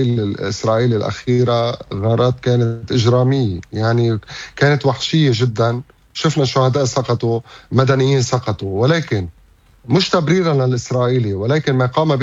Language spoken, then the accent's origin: Arabic; Lebanon; ما عندنا خيار نحن اليوم كلبنانيين لنطلع من هذه الدوامة التي لا نهاية لها